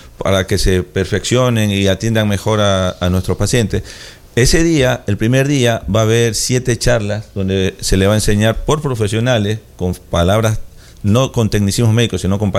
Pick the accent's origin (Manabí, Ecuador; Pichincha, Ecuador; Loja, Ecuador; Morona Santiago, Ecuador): Manabí, Ecuador; Rocafuerte; moved away as an adult; now in Manta, Ecuador; Yo estudié acá en Manta, yo soy de Rocafuerte, yeah, mi esposa es de acá en Manta, yo estudié acá en Manta, la mitad de la vida hemos estado acá.